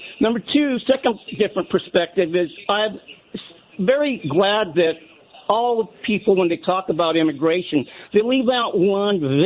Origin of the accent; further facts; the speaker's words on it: Los Angeles, California, United States; born there; I am what's called a native Californian. My mother was – I was born in Los Angeles. My mother was born in Los Angeles.